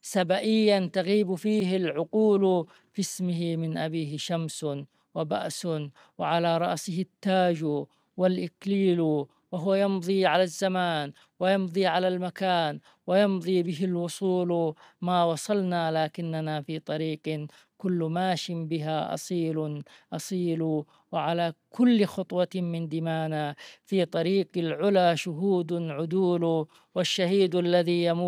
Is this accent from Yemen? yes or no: yes; Yemen; أنا كيمني الانتماء